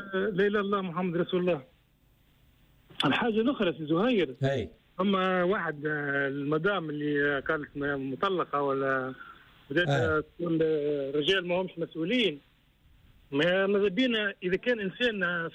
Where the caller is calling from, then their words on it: Tunisia; احنا الشعب التونسي معناها نحكي كتونسي أنا